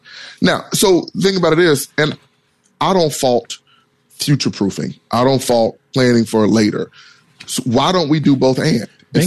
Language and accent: English; Pine Bluff, Arkansas, United States; now in Little Rock, United States; I'm seventh generation Arkansan, as you know, born and raised in Pine Bluff, live in Little Rock.